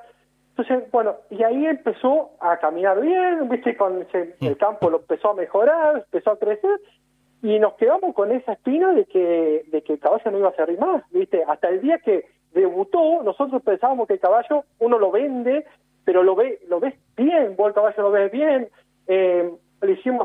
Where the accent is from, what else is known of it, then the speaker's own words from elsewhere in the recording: Buchardo, Córdoba, Argentina; que es de mi pueblo, de Buchardo, somos amigos